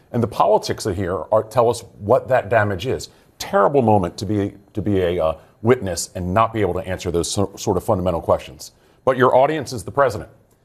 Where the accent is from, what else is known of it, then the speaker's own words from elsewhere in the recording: North Carolina, United States; my home state of North Carolina